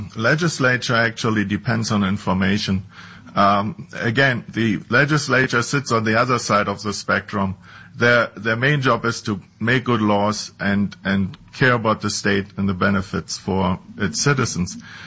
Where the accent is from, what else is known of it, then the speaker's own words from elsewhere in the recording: Berlin, Germany; English is a second language; moved away as an adult; now in Las Vegas, United States; I was born and raised in Berlin. I went to school there, got my PhD at the Institute for Radiation and Nuclear Physics. And after that, I came to the U.S. in 1994 and to Nevada, actually to Las Vegas at the time.